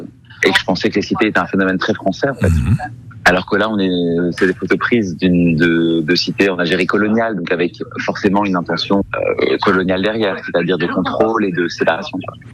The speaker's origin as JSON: {"language": "French", "region": "Île-de-France", "country": "France", "tie": "born or raised there", "said": "Et puis moi j'ai vraiment l'impression de voir un peu des photos du décor où j'ai grandi, quoi, en Seine-Saint-Denis."}